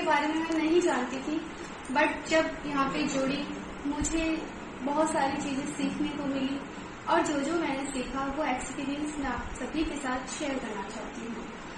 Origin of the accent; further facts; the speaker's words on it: Delhi, India; नमस्कार दोस्तों … और मैं दिल्ली से हूँ।